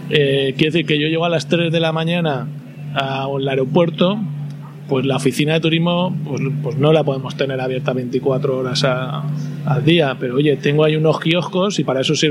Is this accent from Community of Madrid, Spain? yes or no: no; Valencia, Valencian Community, Spain; born there; encanta porque nací en ella y la amo con todas mis fuerzas, ¿no? Soy valenciano, valencianista, fallero, o sea, lo llevo todo en el pack.